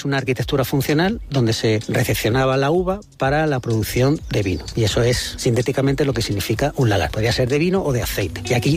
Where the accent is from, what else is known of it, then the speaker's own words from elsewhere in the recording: Málaga, Andalusia, Spain; Y soy de Málaga. Aquí he hecho la carrera y aquí continúo trabajando en docencia y en investigación.